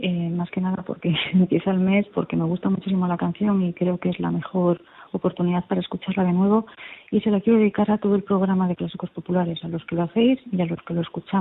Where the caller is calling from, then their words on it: Cantabria, Spain; de Cantabria, que hacía mucho que no llamaba.